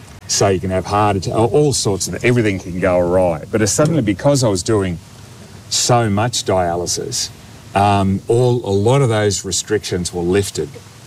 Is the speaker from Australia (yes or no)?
yes; Queensland, Australia; I grew up on the Sunshine Coast, and there was a little clique of mates who were into a lot of British punk at the time.